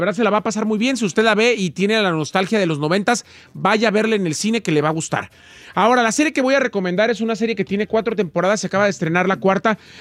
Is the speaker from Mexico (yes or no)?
yes; Mexico